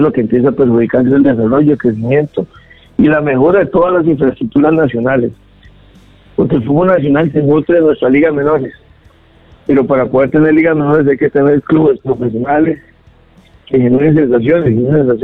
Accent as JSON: {"language": "Spanish", "country": "Costa Rica", "said": "porque los que somos costarricenses queremos que el fútbol nacional siga trascendiendo"}